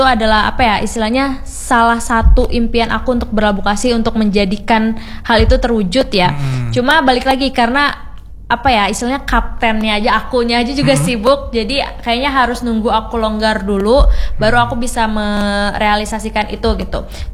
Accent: Tangerang, Banten, Indonesia; ke rumah aku orang Tangerang btw

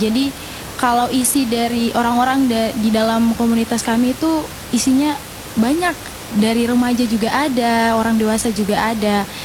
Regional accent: Ternate, North Maluku, Indonesia; Dari Ternate.

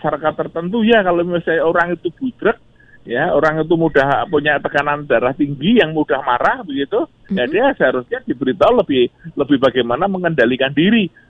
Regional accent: Java, Indonesia; saya sebagai orang Jawa yang kebetulan juga belajar dari Taman Siswa

